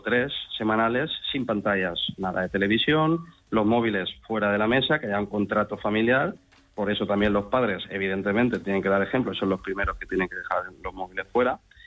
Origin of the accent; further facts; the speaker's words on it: Valencia, Valencian Community, Spain; Yo soy mediterráneo, como todos los españoles, pero yo soy de Valencia, que estoy mucho más cerca.